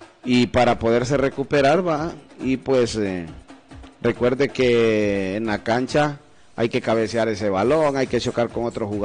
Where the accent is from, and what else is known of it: Honduras